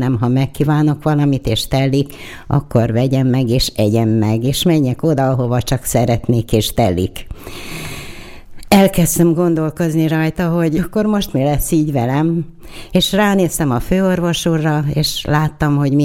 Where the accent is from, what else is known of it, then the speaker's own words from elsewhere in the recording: Tatabánya, Komárom-Esztergom, Hungary; Tatabányáról jöttem